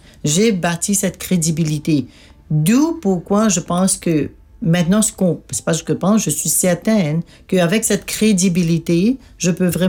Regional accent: Mauritius; now in Canada; je suis mauricienne et je vais succéder où je suis. Et peut-être ça a donné un peu de valeur à l'île Maurice, en étant mauricienne, de vraiment promouvoir mon pays. Je suis mauricienne.

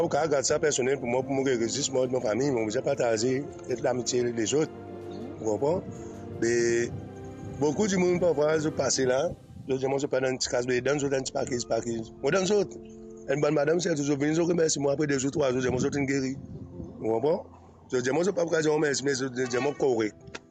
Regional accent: Rodrigues, Mauritius; je viens de famille, je viens de Rodrigue, je téléphone

